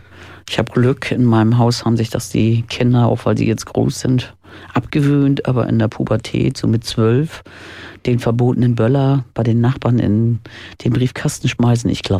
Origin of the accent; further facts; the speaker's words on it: Hamburg, Germany; also born or lived in Altona / Steilshoop; ich bin ja am Schulterblatt groß geworden und irgendwann sind wir da alle ausgezogen und dann sind wir erstmal verklafft worden nach Stalzhoop